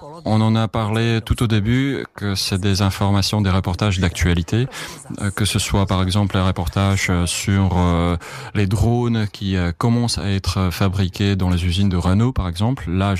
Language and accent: French; Prague, Czechia; French is a second language; ma prof de français au lycée ici à Prague.